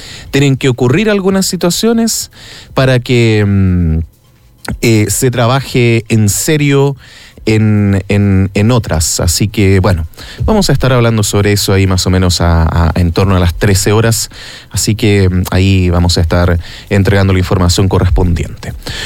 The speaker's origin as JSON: {"language": "Spanish", "town": "Los Vilos", "region": "Coquimbo", "country": "Chile", "tie": "born there", "said": "quienes somos de Los Vilos, sobre todo quienes hemos estudiado en el liceo"}